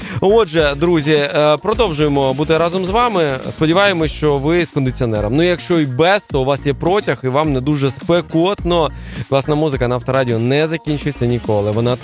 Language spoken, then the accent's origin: Ukrainian; Kyiv, Ukraine; Я, як киянин, прям максимально це підтримую.